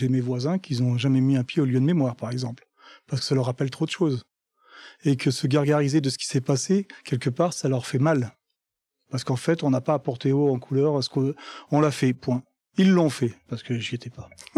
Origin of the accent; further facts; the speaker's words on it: Saint-Agrève, Auvergne-Rhône-Alpes, France; born there; je suis né au Chambon-Soignon, enfin à Saint-Agrève. Donc je connais bien le plateau et je connais bien son histoire.